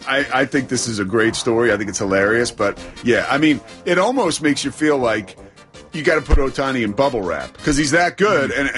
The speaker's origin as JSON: {"language": "English", "town": "Philadelphia", "region": "Pennsylvania", "country": "United States", "tie": "born or raised there", "lives_now": "Texas, United States", "said": "growing up in Philadelphia, living now in Texas."}